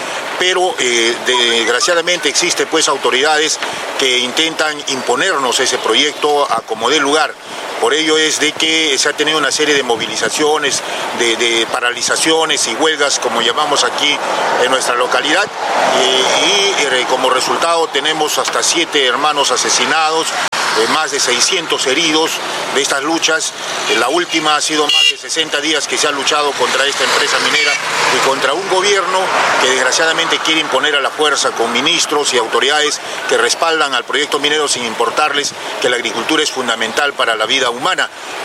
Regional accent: Tambo Valley, Deán Valdivia district, Arequipa, Peru; Yo he nacido aquí en el Valle de Tambo, en el distrito de Deán Valdivia.

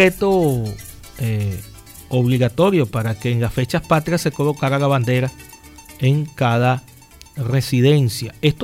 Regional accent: Venezuela; born there; nosotros somos venezolanos, llevamos sangre venezolana, nacimos aquí

